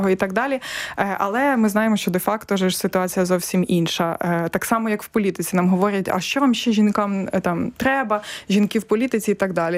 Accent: Volyn Oblast, Ukraine; там я з Волинської області теж ми аналізували, скільки жінок голів громад

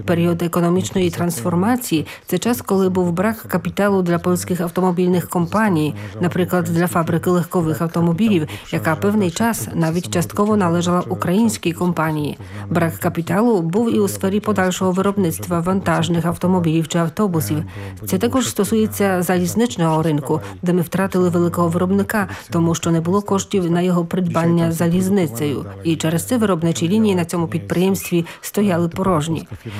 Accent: Gryfice County, West Pomeranian Voivodeship, Poland; У моєму рідному Грифіцькому повіті безробіття сягало 50%.

